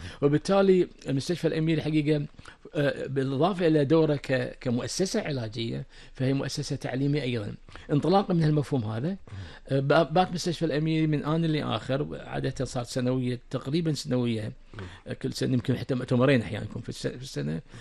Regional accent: Kuwait; كما يحدث عندنا في الكويت

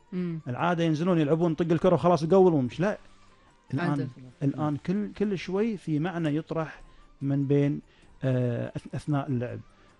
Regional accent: Kuwait; عشان أرد جزء من ما قدمت لي ديرتي

